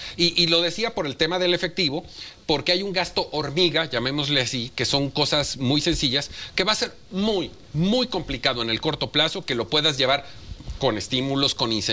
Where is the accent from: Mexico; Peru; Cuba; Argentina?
Mexico; nos involucra como mexicanos.